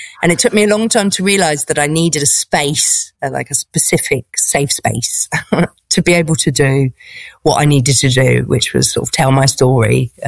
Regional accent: United Kingdom; moved away as an adult; now in Paris, France; As a British person

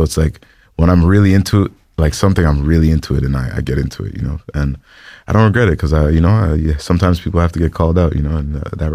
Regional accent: Canada; also born or lived in Jamaica; I'm just proud to be Canadian. I was born in Jamaica. I came here and, you know, just growing up in Canada

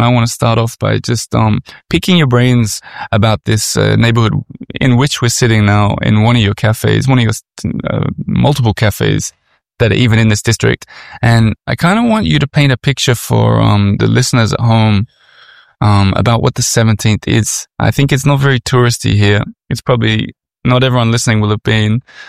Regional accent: Australia; now in Paris, France

